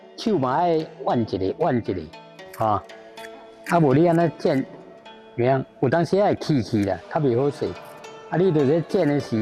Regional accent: Taiwan; accent: Taiwanese Mandarin; 我讲台湾国语啦，台湾国语啦，哦，国语不标准啦，啊，台湾国台湾语。

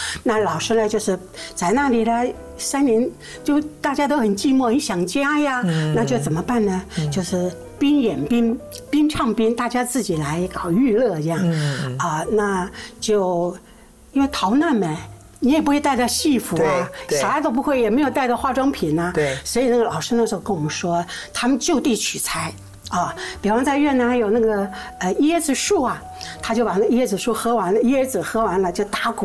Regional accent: Taiwan; first language Southern Min; Chinese is a second language; 我是台湾土生土长的，有很多人呢、很多观众朋友啊，都以为我是大陆过来的，其实因为听我这个口音吧，

